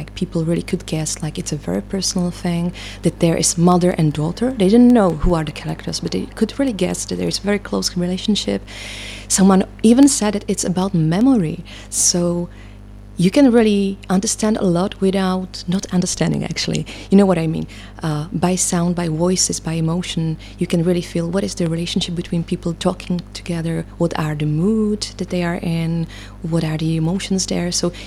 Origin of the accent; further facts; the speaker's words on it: Czechia; English is a second language; I'm a contributor this year to the festival, and I came from the Czech Republic.